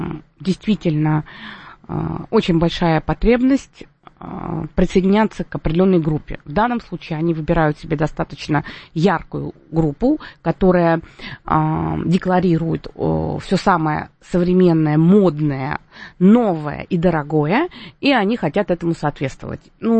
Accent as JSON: {"language": "Russian", "region": "Moscow", "country": "Russia", "tie": "born there", "said": "когда мы попали в Москву, хотя я родилась в Москве, мы уезжали потом"}